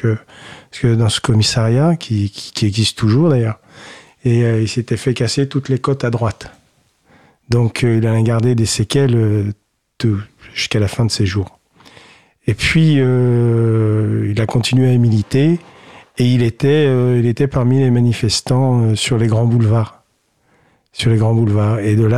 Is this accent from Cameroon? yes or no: no; Algeria; now in France; Moi, je suis né en Algérie. Je n'aime pas ce mot issu de l'immigration. Pour moi, j'ai une origine, j'ai une culture, j'ai une langue.